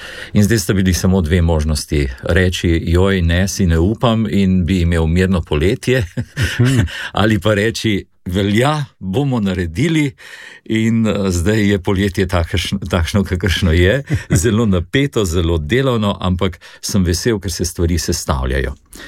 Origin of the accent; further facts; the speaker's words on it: Ljubljana, Central Slovenia, Slovenia; Torej sam sem iz Viške župnije, župnija sicer svetega Antona Padovanskega, torej frančiškanska župnija